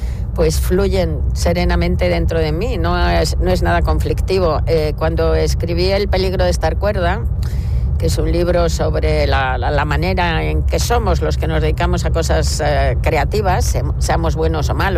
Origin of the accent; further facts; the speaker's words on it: Madrid, Community of Madrid, Spain; yo vengo de niña, soy del barrio de Cuatro Caminos, que era un barrio obrero